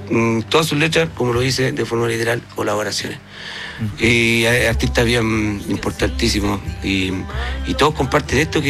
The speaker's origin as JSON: {"language": "Spanish", "town": "Yungay", "region": "Ñuble", "country": "Chile", "said": "Yo soy de Yungay, suena guasa."}